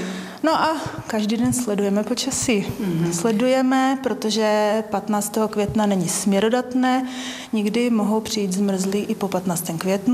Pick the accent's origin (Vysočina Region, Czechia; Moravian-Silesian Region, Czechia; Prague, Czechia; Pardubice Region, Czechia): Moravian-Silesian Region, Czechia; Ostrava; já jsem z Hrabové, mý rodiče jsou z Hrabové